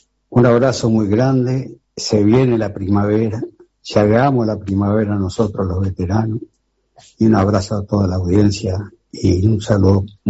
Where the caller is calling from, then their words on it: Montevideo, Uruguay; acá de Malvin Norte